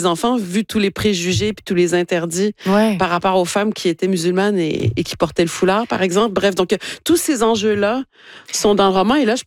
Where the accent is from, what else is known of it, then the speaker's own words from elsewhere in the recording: Chicoutimi, Quebec, Canada; mais je suis née au Saguenay, à Chicoutimi, j'ai grandi ici